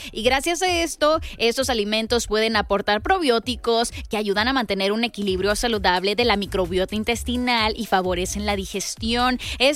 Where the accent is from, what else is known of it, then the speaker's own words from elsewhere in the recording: Monterrey, Nuevo León, Mexico; nosotros como regios nos encanta la carne.